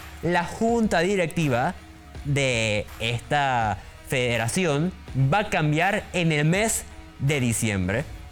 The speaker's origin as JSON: {"language": "Spanish", "country": "Panama"}